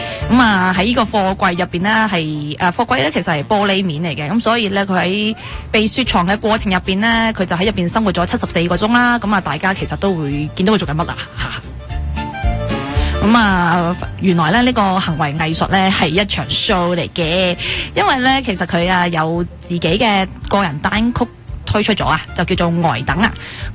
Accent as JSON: {"language": "Cantonese", "country": "Hong Kong", "said": "我作为香港人"}